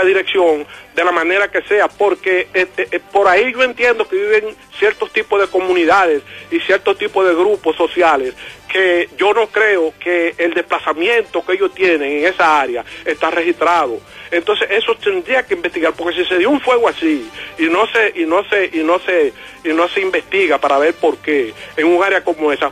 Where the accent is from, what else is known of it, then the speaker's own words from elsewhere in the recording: San Pedro de Macorís, Dominican Republic; born there; moved away; Porque yo soy Petro Macorizano, yo nací en Rancho Grande.